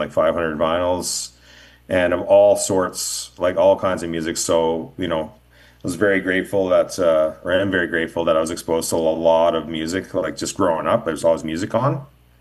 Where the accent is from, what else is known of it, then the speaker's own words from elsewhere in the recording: Newfoundland and Labrador, Canada; Well, I grew up in a small town as well, but a little further east. I grew up in Labrador